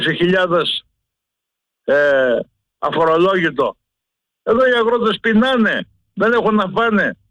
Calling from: Western Greece, Greece; από τον Κόσακα, Ιλία.

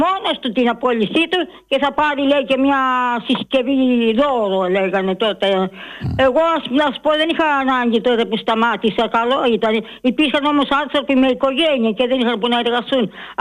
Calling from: Agrinio, Western Greece, Greece; είμαι από το Αγρίνιο και εκεί βάζαμε καπνά.

